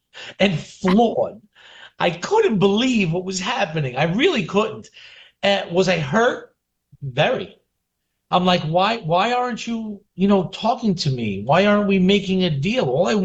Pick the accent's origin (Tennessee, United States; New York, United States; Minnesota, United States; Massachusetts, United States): New York, United States; New York City; growing up in Brooklyn, you know, I went to local pizzerias.